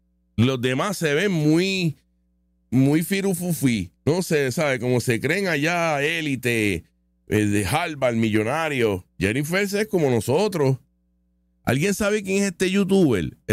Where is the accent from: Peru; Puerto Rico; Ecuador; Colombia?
Puerto Rico; Aibonito; es de mi pueblo